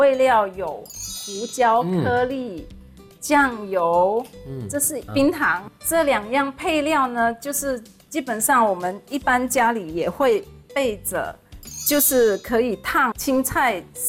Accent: Malaysia; moved away; 我是来自马来西亚，马来西亚大家都知道是很热的天气。

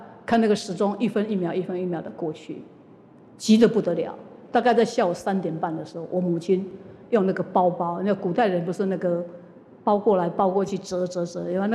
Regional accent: Yilan, Yilan County, Taiwan; Chinese is a second language; 所以我们宜兰人就叫他北门口的师父

